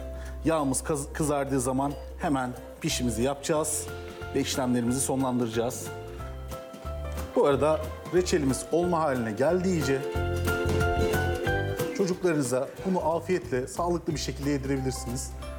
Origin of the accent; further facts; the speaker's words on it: Adana, Turkey; Adanalıyım ben. Adana'da dedemin bahçeleri var. O yüzden çok keyifliydi, çok güzeldi.